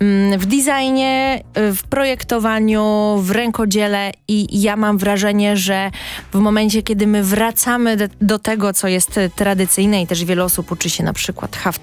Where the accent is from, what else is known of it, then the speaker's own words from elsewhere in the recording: Podlaskie Voivodeship, Poland; Ja uczyłam się nawet plecionkarstwa, będąc w przedszkolu, a jestem z Podlasia, także i tam ta kultura dotarła.